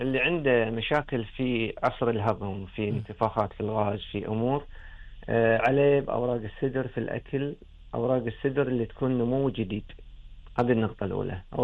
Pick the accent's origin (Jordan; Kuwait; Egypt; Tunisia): Kuwait; عندنا في الكويت